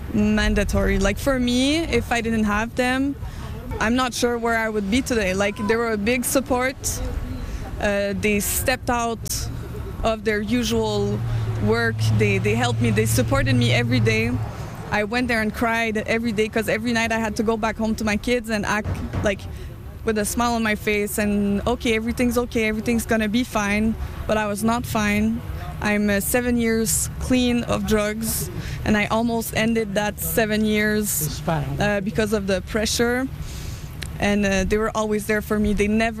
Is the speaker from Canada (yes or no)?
yes; Montreal, Quebec, Canada; 26 years old, mom of three kids. I'm from Montreal.